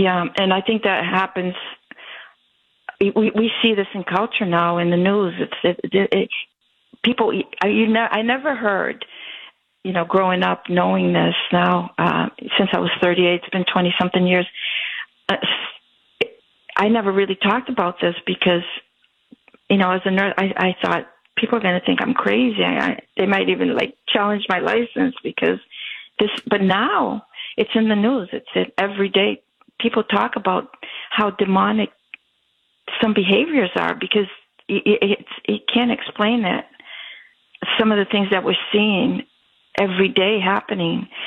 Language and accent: English; Brazil